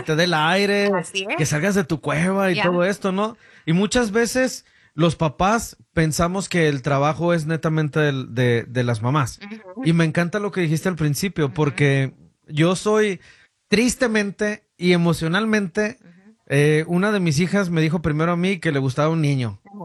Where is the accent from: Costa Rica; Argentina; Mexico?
Mexico; Guanajuato; moved away; yo soy de Guanajuato.